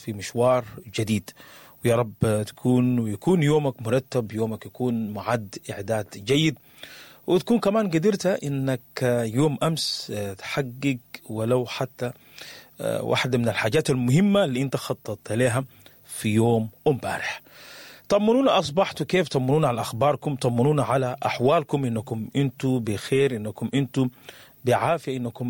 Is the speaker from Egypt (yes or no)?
no; Sudan; خليني أخذكم كده من الصباح في رحلة صباحية ونبتدي بها من بلدنا السودان.